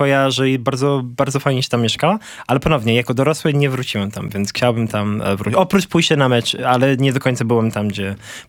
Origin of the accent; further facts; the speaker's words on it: London, United Kingdom; moved away; urodziłem się niedaleko, wychowałem się tam w Londynie i właśnie Islington był mój bar. I tam mieszkałem przez większość czasu, jak mieszkałem w Anglii.